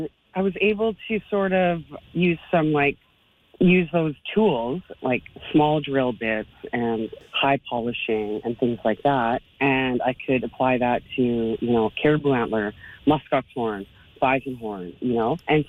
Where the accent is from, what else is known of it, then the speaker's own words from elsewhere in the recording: Yellowknife, Northwest Territories, Canada; Like, I was born and raised in Yellowknife. My family's from Inuvik, like my father's side.